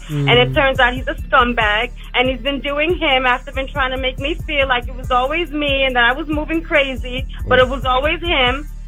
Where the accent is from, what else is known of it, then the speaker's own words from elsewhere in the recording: New York, United States; I'm from Long Island. I don't even do Brooklyn.